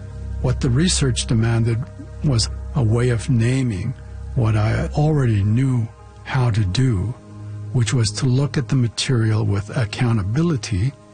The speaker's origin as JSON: {"language": "English", "town": "Red Pheasant", "region": "Saskatchewan", "country": "Canada", "tie": "born or raised there", "said": "I'm Nehio, Plains Cree and Blackfoot, Plains Cree on my mother's side. I grew up on the Red Pheasa"}